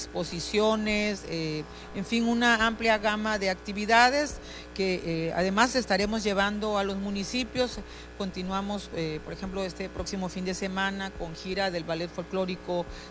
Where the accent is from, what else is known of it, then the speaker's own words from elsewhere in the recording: Mexico; con este orgullo que nos caracteriza como mexicanos